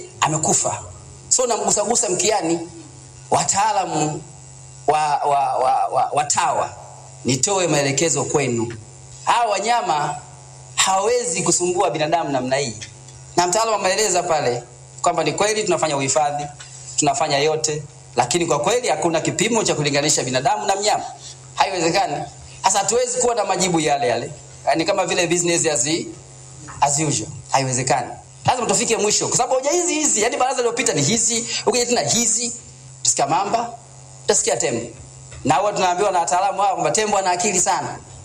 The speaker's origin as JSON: {"language": "Swahili", "town": "Tunduru", "region": "Ruvuma", "country": "Tanzania", "moved": "yes", "lives_now": "Bunda, Tanzania", "said": "Hata Tunduru nako sisi kwetu ni hivyo hivyo."}